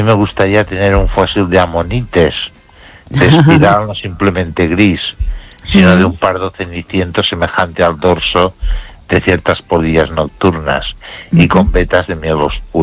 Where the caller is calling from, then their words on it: Ourense, Galicia, Spain; Buenas noches, Cristian, desde Ourense.